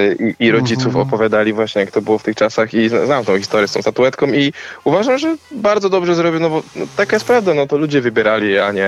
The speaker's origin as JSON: {"language": "Polish", "town": "Jawor", "region": "Lower Silesian Voivodeship", "country": "Poland", "said": "Pochodzimy z Jawora na Dolnym Śląsku."}